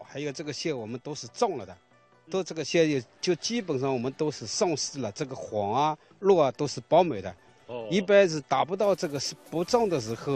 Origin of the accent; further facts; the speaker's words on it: Sanmen, Zhejiang, China; moved away as an adult; now in Alar, Xinjiang, China; 我是浙江三门的。最初呢，我来这边是有3年了，到今年是3年了